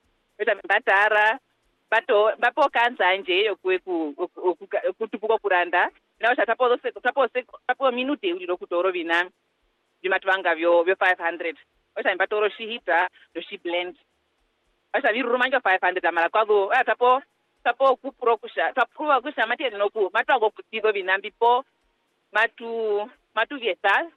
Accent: Oshikoto, Namibia; Yes. I'm from Oshikoto region.

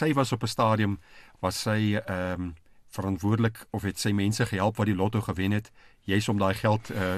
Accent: Namibia; vir ons as Namibiërs

